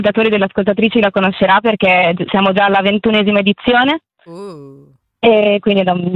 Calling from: Brianza, Lombardy, Italy; Chiamo dalla Brianza.

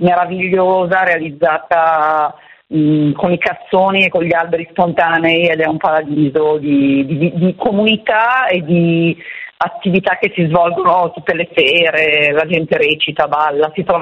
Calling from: Milan, Lombardy, Italy; chiamo in questo momento da Milano, dove si sta per scatenare un temporale a Milano Est.

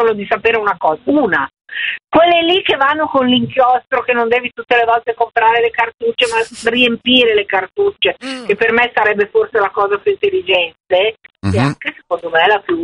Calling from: Milan, Lombardy, Italy; chiamo da Milano.

